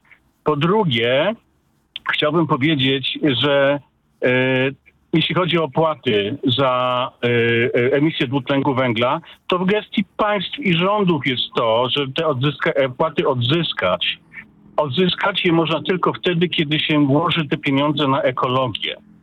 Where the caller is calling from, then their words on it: Warsaw, Masovian Voivodeship, Poland; Trójko, ja dzwonię z Mazur. Na Mazurach, jestem z Warszawy, ale większość czasu przebywam na Mazurach.